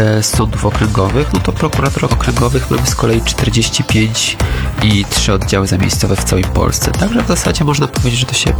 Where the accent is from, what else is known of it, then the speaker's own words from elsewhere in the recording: Rzeszów, Subcarpathian Voivodeship, Poland; Ja jestem z Rzeszowa